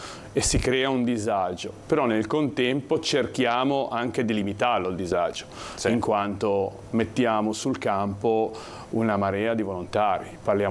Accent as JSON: {"language": "Italian", "town": "Genoa", "region": "Liguria", "country": "Italy"}